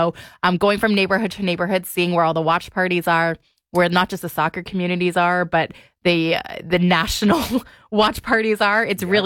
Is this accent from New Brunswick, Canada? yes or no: no; Toronto, Ontario, Canada; now in Ottawa, Canada; I grew up in the Toronto area, so I'm just like, oh, like, why aren't you there right now? But at the same time, I do love being here in Ottawa